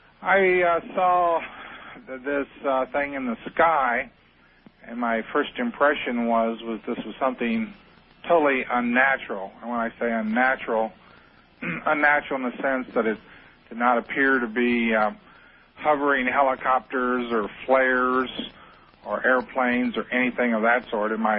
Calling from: Phoenix, Arizona, United States; I'm in Phoenix.

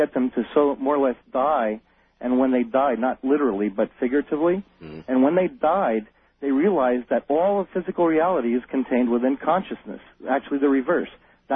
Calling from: San Jose, California, United States; I'm calling from San Jose, California.

